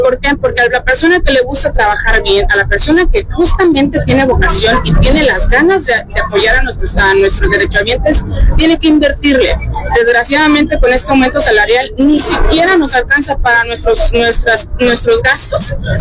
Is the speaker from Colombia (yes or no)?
no; Mexico; como población, como mexicanos